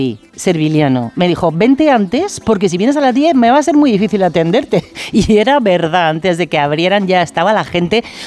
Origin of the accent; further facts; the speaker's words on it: Madrid, Community of Madrid, Spain; He visitado un taller de reparación que hay en el barrio en el que yo crecí, en Prosperidad, en Madrid